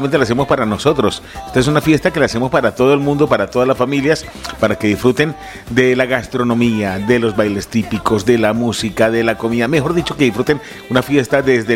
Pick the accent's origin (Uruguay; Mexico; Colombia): Colombia; now in Zaragoza, Spain; todos los colombianos que estamos acá en Zaragoza